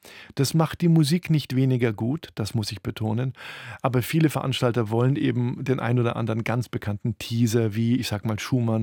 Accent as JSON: {"language": "German", "region": "Southern Germany", "country": "Germany", "said": "Ich bin ja aus dem Süden Deutschlands und das ist schon etwas sehr, sehr Schönes."}